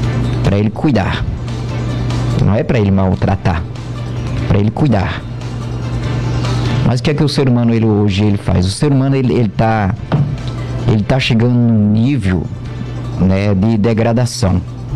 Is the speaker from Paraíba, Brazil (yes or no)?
yes; Campina Grande, Paraíba, Brazil; moved away; lá na minha cidade, em Campina Grande